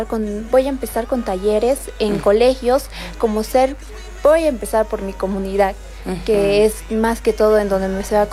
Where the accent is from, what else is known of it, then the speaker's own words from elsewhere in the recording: Mapiri, La Paz, Bolivia; yo vengo del municipio de Mapiri